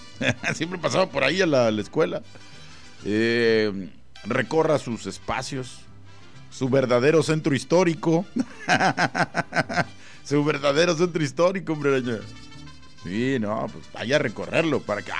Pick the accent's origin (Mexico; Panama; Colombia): Mexico; Guadalajara, Jalisco; Trae la catedral, mi firma, donde yo firmo acá. Trae justamente de donde soy.